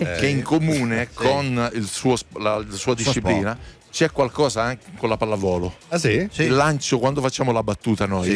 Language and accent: Italian; Apulia, Italy; In Puglia che io sono pugliese